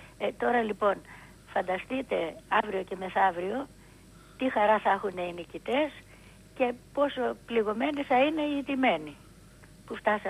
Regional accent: Kavala, Eastern Macedonia and Thrace, Greece; εγώ είμαι από την Καβάλα. Και πολλές φορές πηγαίναμε στην Καβάλα και είχα πάρα πολλούς συγγενείς.

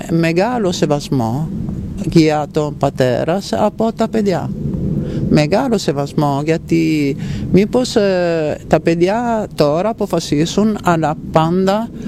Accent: Italy; Greek is a second language; moved away as an adult; αφού είχα σπουδάσει τα αρχαία, τα παλιά, στο Λύκειο, στην Ιταλία.

